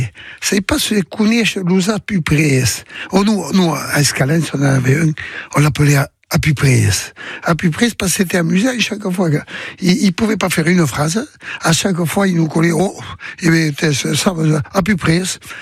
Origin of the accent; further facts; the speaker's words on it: Gascony, France; une soirée comme on les aime chez nous en Gascogne.